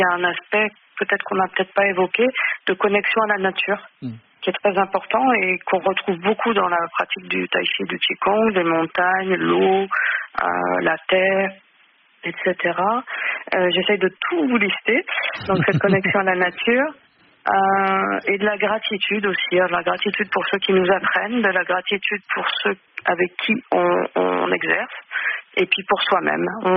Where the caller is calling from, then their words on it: Southern France, France; j'ai la chance d'habiter le sud de la France